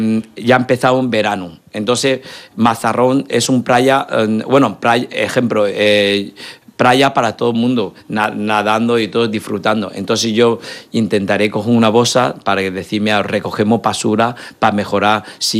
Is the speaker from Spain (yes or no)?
yes; Murcia, Region of Murcia, Spain; Porque somos de Murcia, zona Levante, zona Sur, estamos aquí caluroso porque somos gente pasión y alegría.